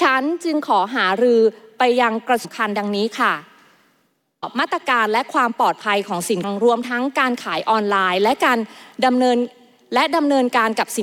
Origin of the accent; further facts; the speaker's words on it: Chiang Rai, Thailand; ดิฉันมาจากจังหวัดเชียงรายค่ะ